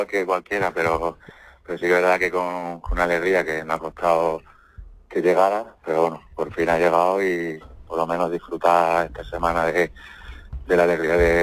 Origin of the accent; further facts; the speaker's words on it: Jaén, Andalusia, Spain; moved away; Que soy de Jaén